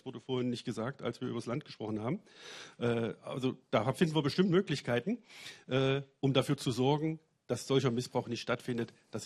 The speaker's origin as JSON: {"language": "German", "region": "East Germany", "country": "Germany", "tie": "born or raised there", "said": "Ich bin das aus meiner Jugend in der DDR gewöhnt, in der jungen Gemeinde"}